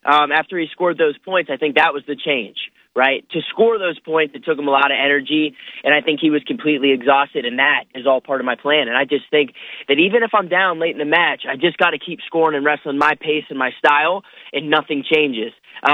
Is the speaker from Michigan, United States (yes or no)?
no; Johnstown, Pennsylvania, United States; moved away; Brought a lot of people over from Pennsylvania, so shout out to my hometown in Johnstown.